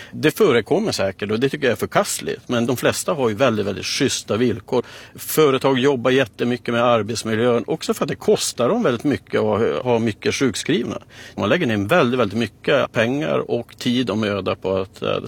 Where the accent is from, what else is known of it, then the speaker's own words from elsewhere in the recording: Kiruna, Norrbotten County, Sweden; Jag är ju född och uppvuxen i Kiruna.